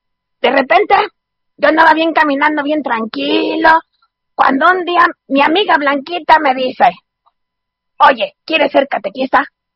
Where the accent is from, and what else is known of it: Guadalajara, Jalisco, Mexico